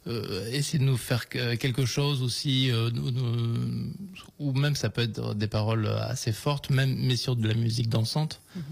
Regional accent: Montpellier, Occitanie, France; on est de Montpellier. Alors après, on a d'autres musiciens qui viennent un petit peu de partout de la région. Mais originellement, oui, on vient de Montpellier.

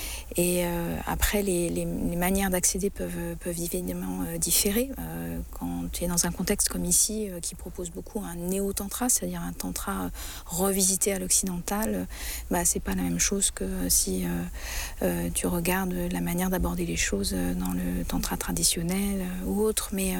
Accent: France; en tant que Française

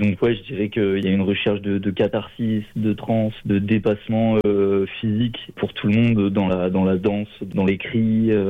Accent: Toulouse, Occitanie, France; also born or lived in Normandy; On vient de Toulouse, on est tous de Toulouse, on habite à Toulouse, RPZ de 31.

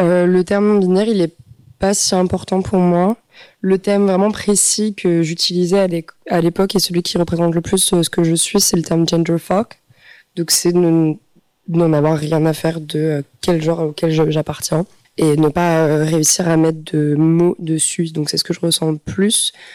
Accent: Île-de-France, France; also born or lived in Strasbourg; now in Montpellier, France; Non, je viens de Paris à la base.

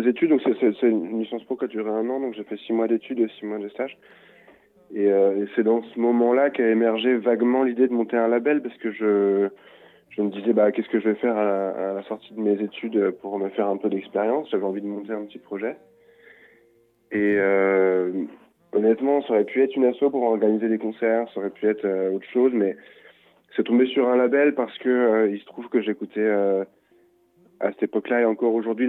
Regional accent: Hauts-de-France, France; j'ai grandi en Picardie, dans un tout petit village, éloigné de tout. Enfin, il n'y avait pas de disquaire, pas de salle de concert, à part la fête de la musique.

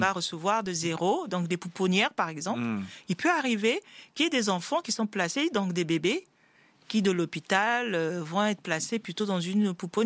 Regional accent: France; born there; Je suis née en France

